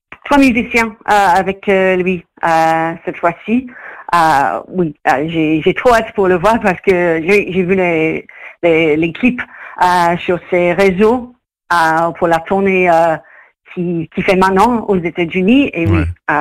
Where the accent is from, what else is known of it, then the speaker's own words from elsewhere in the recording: Manchester, North West England, United Kingdom; French is a second language; moved away as an adult; now in France; il a joué là-bas, chez moi, à Manchester. Mais j'ai raté parce que je suis déjà en France.